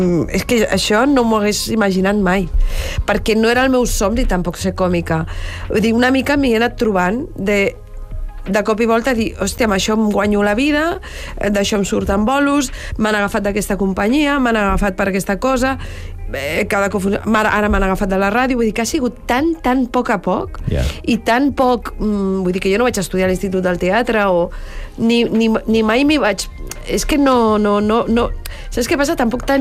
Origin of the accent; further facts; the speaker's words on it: Catalonia, Spain; Som catalans